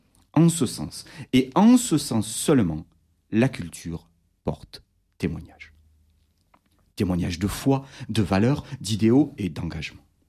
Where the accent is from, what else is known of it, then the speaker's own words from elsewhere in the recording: Carcassonne, Occitanie, France; born there; also born or lived in Toulouse; parce que je suis carcassonnais, je suis né à Carcassonne en tout cas, j'ai vécu à Toulouse, je ne sais pas si les auditeurs entendent ou reconnaissent l'accent.